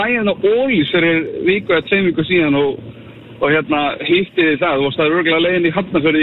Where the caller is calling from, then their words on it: Capital Region, Iceland; Fiskir því ég reyndar að hringja núna í ferðinni á höfuðborgarsvæðinu er að dreifa fyrir fyrirtæki.